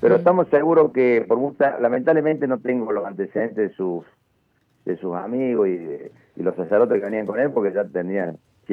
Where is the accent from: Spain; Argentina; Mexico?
Argentina; Así que es un orgullo como argentino, tengo que decir.